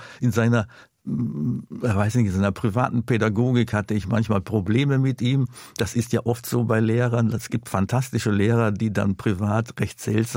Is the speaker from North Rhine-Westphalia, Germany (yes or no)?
yes; Duisburg, North Rhine-Westphalia, Germany; ich bin aufgewachsen in Duisburg-Marxloh. Das ist der berüchtigste Stadtteil bis heute. Er war damals pechschwarz, einfach durch die Kohle, durch den Ruß, durch die Emissionen überall. Es stank gewaltig